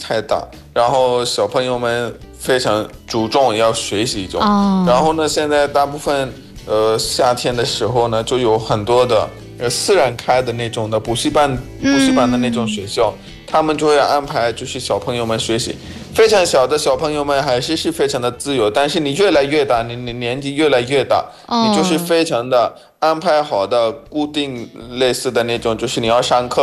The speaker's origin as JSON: {"language": "Chinese", "country": "Pakistan", "tie": "born or raised there", "also_born_or_lived": "central Pakistan", "said": "我自己家是靠巴基斯坦的北部，我的老家就是我爸的老家是巴基斯坦的中部，是非常热的地方，可以说是巴基斯坦最热的地方，但是呢我们夏天的时候我们还是会去老家，"}